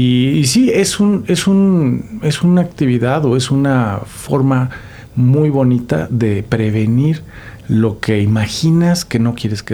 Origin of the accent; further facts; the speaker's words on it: Mexico; Como mexicanos y como mexicanas